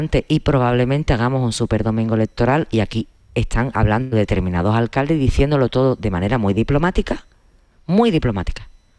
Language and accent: Spanish; Andalusia, Spain; como soy andaluza, mis amigos personales pues los tengo en Andalucía.